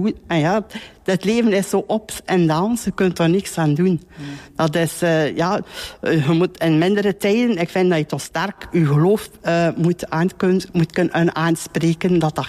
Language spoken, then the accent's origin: Dutch; Moorslede, Flanders, Belgium; born there; Ik ben hier geboren in Moorsleden en die vroeger het rusthuis is in Moorsleden.